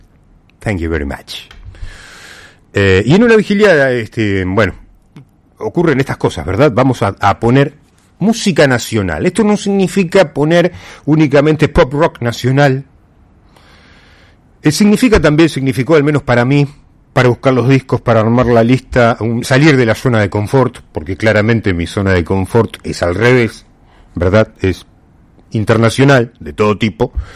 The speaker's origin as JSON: {"language": "Spanish", "country": "Argentina", "said": "porque ante todo somos argentinos y ya éramos argentinos hasta incluso antes del inicio del mundial."}